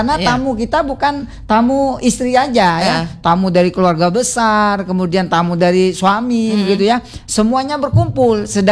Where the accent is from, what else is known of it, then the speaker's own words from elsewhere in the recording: Kenanga, Indonesia; Jadi karena saya ini asli Kenanga, sudah mengikuti kepanitiaan sudah begitu lama ya, Mbak Reta ya.